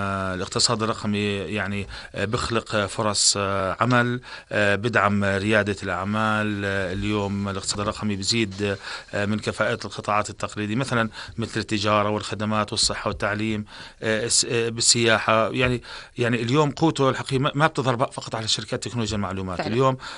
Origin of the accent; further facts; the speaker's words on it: Jordan; وفي العالم عندنا بالأردن وبالعالم في التجارة الإلكترونية